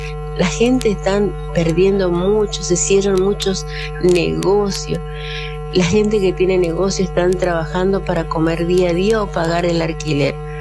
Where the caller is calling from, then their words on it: Argentina; Soy del Valle Primera Junta